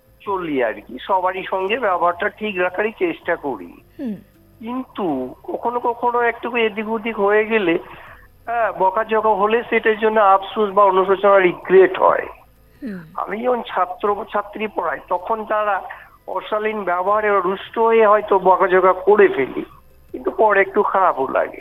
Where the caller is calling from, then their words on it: West Bengal, India; West Bengal Birbhum থেকে